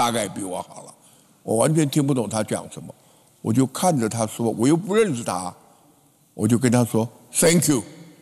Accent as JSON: {"language": "Chinese", "country": "Taiwan", "said": "我们台湾人。"}